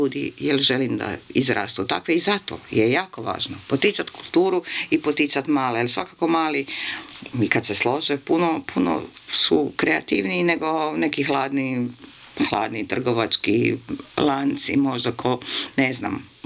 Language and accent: Croatian; Zagreb, City of Zagreb, Croatia; Žao mi je jedino što je to Zagreb stradao u potresu, pa je to još vidljivo, ali volim. To je moj rodni grad, a naročito volim ovaj dio grada.